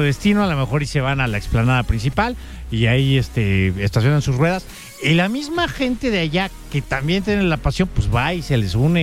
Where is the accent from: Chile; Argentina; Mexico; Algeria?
Mexico; Mexico City; yo soy chilango.